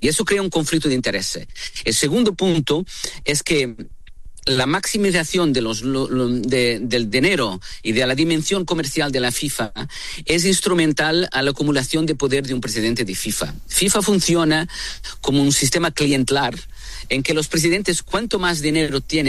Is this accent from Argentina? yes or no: no; Portugal; yo soy europeo, soy portugués